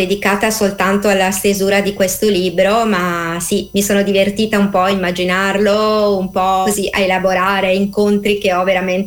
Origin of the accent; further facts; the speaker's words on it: Desenzano del Garda, Lombardy, Italy; Da Desenzano del Garda, in provincia di Brescia.